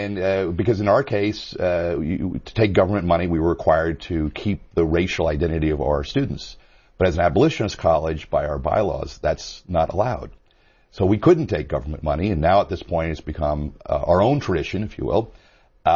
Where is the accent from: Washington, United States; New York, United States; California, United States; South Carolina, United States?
California, United States; California, in the Central Valley of California, which, interestingly enough, has almost no...